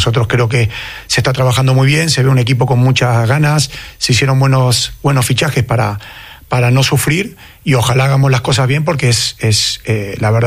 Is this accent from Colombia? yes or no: no; Argentina; moved away as an adult; now in Spain; éramos 3 argentinos perdidos en el País Vasco